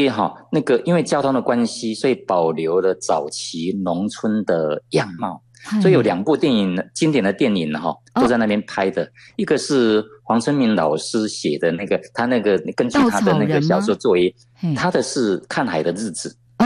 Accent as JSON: {"language": "Chinese", "country": "Taiwan", "said": "我们台湾话叫“花那油”啦。"}